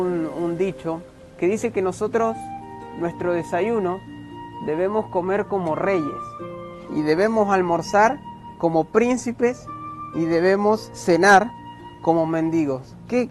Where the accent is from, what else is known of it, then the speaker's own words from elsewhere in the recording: Argentina; soy argentino y en mi país se come mucha carne.